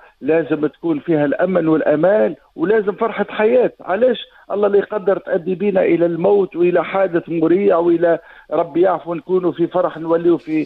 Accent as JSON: {"language": "Arabic", "country": "Tunisia"}